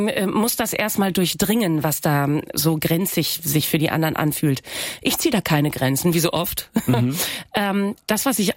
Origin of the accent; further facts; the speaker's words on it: Großefehn, Lower Saxony, Germany; also born or lived in Aurich; now in Hamburg, Germany; Ich komme aus Spetzerfeen. Spetzerfeen ist ein Ortsgemeindeteil von Großefeen. Und Großefeen ist laut Gemeindereform von irgendwann in den 90er Jahren, gehört es zum Auricher Wiesmoor 2. Also ich komme wirklich Dorf vom Dorf vom Dorf. Wir kommen direkt vom Kanal.